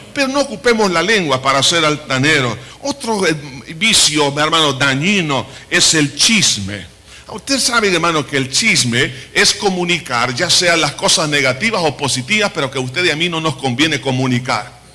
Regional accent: El Salvador

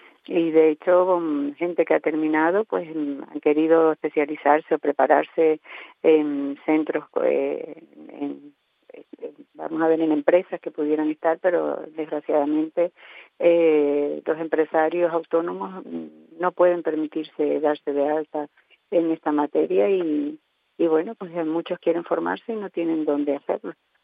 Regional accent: Canary Islands, Spain; la expresión fue como muy canaria

